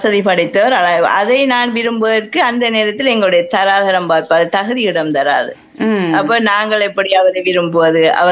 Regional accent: Muttur, Eastern Province, Sri Lanka; moved away as an adult; திருமணம் முடிந்து நான் திருவண்ணாமலைக்கு போய்விட்டேன், எனது ஊர் மூதூர்

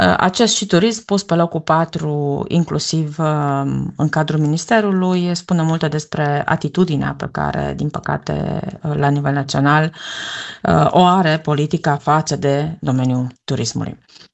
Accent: Baia Mare, Maramureș County, Romania; eu sunt din Baia Mare

